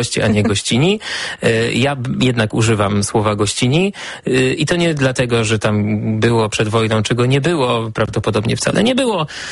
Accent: Silesian Voivodeship, Poland; moved away as an adult; now in Warsaw, Poland; ja jestem ze Śląska, jestem Ślązakiem, ale nie potrafię tego robić. Jestem biernym użytkownikiem języka, dużo rozumiem, w zasadzie wszystko. Moja babcia używała śląszczyzny, ale ja potrafię się tylko trochę zgrywać.

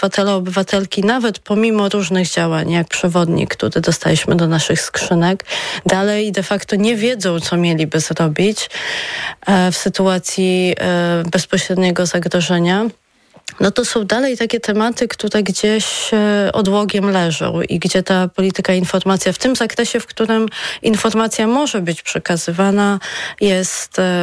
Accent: Lublin, Lublin Voivodeship, Poland; Ja pochodzę z Lublina

